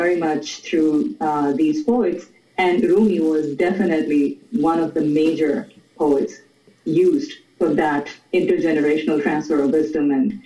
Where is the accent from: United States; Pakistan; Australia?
Pakistan; born there; first language Urdu; English is a second language; those of us who grew up in the Persianate world, or the world which is now the modern nation state, but initially part of the larger Persianate world, Pakistan included in it